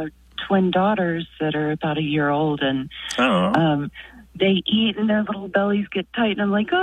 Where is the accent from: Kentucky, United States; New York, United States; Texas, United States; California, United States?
Kentucky, United States; Danville; also born or lived in Australia; I'm from Danville, Kentucky. But I lived overseas in Australia for a few years